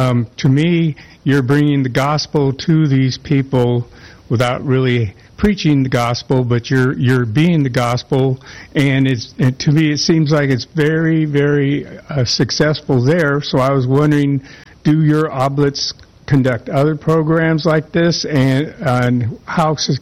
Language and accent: English; Crossville, Tennessee, United States; From Crossville, Tennessee.